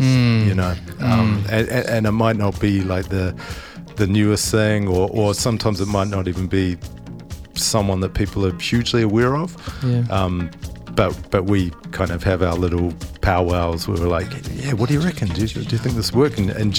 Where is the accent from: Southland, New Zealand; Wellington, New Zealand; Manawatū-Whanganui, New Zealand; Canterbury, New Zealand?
Canterbury, New Zealand; Christchurch; now in Auckland, New Zealand; I grew up down south in Christchurch, moved here. I mean, I've lived more than, you know, I'm an Aucklander.